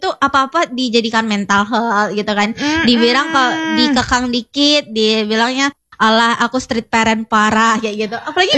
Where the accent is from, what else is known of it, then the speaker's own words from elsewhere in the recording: West Sumatra, Indonesia; moved away; aku kan orang Lahan Panjang juga.